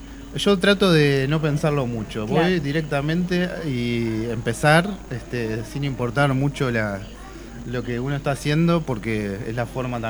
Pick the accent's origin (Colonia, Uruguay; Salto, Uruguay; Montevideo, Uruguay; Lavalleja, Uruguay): Montevideo, Uruguay; born there; Soy nacido en Montevideo